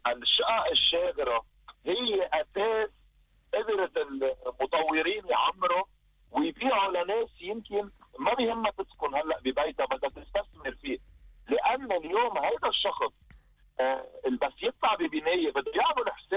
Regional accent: Lebanon

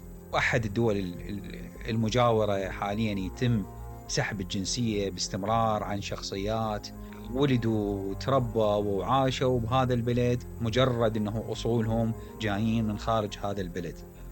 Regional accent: Iraq; نشعر إحنا كعراقيين

